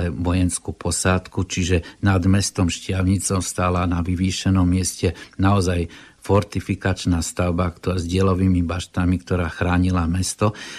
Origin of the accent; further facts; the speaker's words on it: eastern Slovakia, Slovakia; lebo ja som z východu, tak vieme, že aj v okolí Košíc máme banské mesta